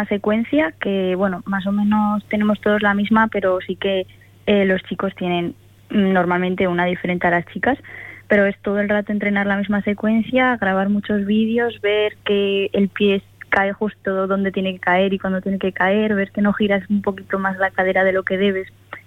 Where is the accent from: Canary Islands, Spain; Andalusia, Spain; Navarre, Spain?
Navarre, Spain; Ansoáin; born there